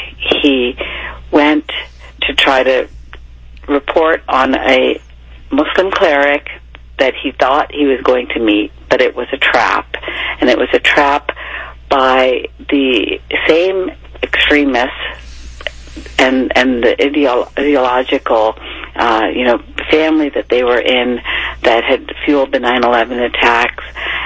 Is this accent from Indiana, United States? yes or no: no; Morgantown, West Virginia, United States; moved away; I was in Morgantown, West Virginia on book leave, my hometown